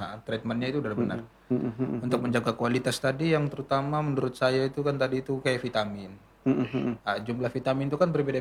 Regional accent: Java, Indonesia; jadi kita dari Jawa lah datang ke sini, yang notabene-nya di sini tuh belum ada MBG dulu.

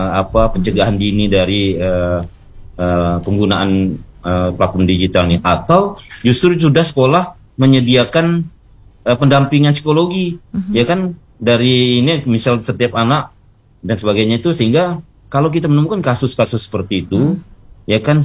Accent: Sanggau, West Kalimantan, Indonesia; kita orang Sanggau

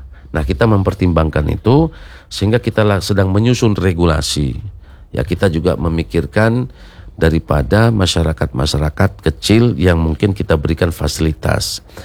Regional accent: Tanjung Pinang, Riau Islands, Indonesia; saya sebagai anak Tanjung Pinang

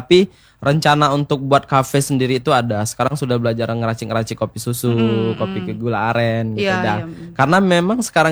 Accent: Bengkulu, Indonesia; sedangkan saya orang Bengkulu pemain kopi

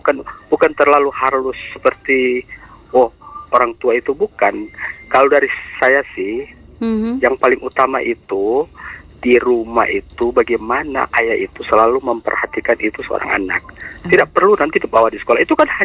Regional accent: Makassar, South Sulawesi, Indonesia; Di daerah saya itu, di Makassar saya dan di tempat saya itu masih kurang.

